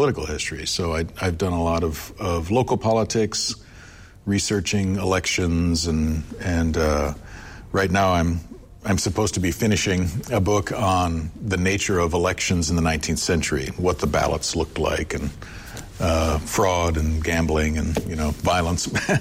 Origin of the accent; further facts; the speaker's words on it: North Dakota, United States; But a lot of people probably already know that I grew up in North Dakota. So, I mean, the winter is whatever.